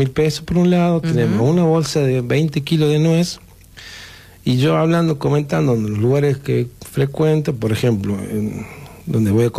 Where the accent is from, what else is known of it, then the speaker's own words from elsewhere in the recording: Famatina, La Rioja, Argentina; Yo vengo de una familia pobre, sé lo que es la pobreza, ¿me entendés? Amo Famatina porque vengo de Famatina, en mi familia toda de Famatina.